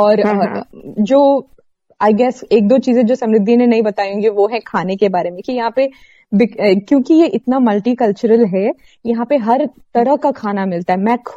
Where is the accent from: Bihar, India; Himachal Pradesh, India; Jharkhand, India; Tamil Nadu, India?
Tamil Nadu, India; Coimbatore; born there; first language Malayalam; Hindi is a second language; also born or lived in Bangalore; मैं मलयाली हूँ, घर में हम लोग मलयालम में बात करते हैं फैमिली में. मगर मैं पैदा कोयम्बतूर में हुई थी जो तमिलनाडु में है, और मेरी फैमिली सेटल्ड है बैंगलोर में जो कर्नाटका में है.